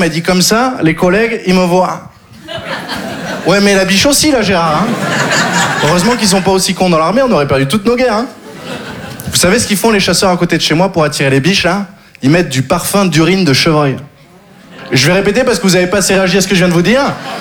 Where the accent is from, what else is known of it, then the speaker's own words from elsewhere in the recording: Occitanie, France; Je viens du Sud, j'ai grandi dans le Gard. Le Gard, vous connaissez? Disneyland pour les chasseurs?